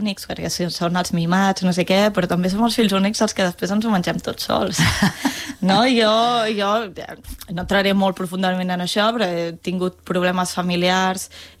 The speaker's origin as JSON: {"language": "Catalan", "town": "Terrassa", "region": "Catalonia", "country": "Spain", "said": "Jo soc de Terrassa."}